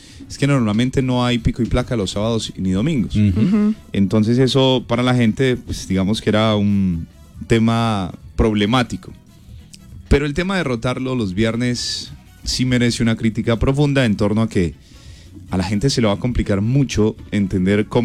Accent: Colombia; Finalmente somos colombianos. Está complejo el tema del agüita.

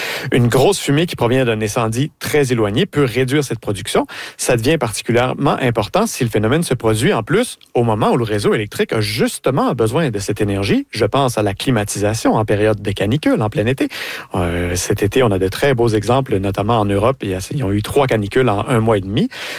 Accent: Quebec, Canada; Ben, moi, j'ai grandi en Gaspésie, dans la baie des Chaleurs

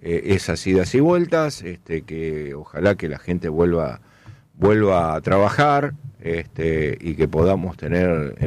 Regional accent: Acebal, Santa Fe, Argentina; Nosotros bueno, somos de Acebala

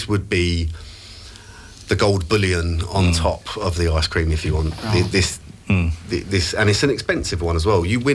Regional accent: Islington, London, United Kingdom; I'm from Islington, so where Arsenal is, that's where I grew up. I was born and raised in Islington. So, no choice but to be an Arsenal fan.

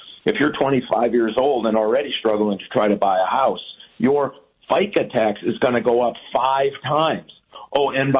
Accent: Michigan, United States; And you and I know this because we're from Michigan

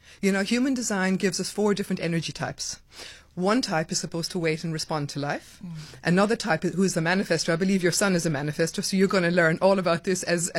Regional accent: Killarney, Munster, Ireland; moved away as an adult; also born or lived in South Africa; So I grew up in Ireland, the southwest of Ireland.

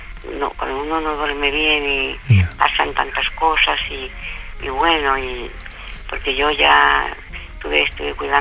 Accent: Riaza, Castile and León, Spain; Yo soy de Riaza, de Segovia. Sí.

